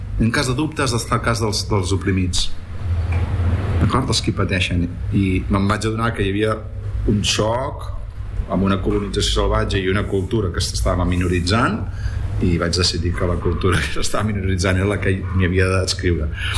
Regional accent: Catalonia, Spain; first language Spanish; Catalan is a second language; la meva llengua materna és el castellà. Vinc d'una família normalment espanyolista, diguéssim, tot i que tothom era català no parlant, però la llengua interna va esdevenir el castellà per un rebot

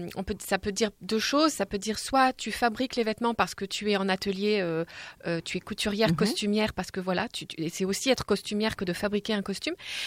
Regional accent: Paris, Île-de-France, France; born there; Ouais, moi je suis née à Paris.

